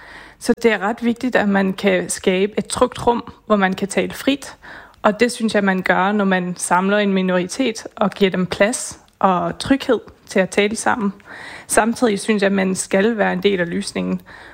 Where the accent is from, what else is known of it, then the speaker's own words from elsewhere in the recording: Belgium; now in Denmark; Jeg kommer selv fra Belgien